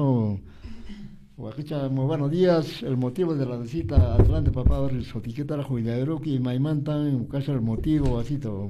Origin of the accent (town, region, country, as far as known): Santo Tomás, Cusco, Peru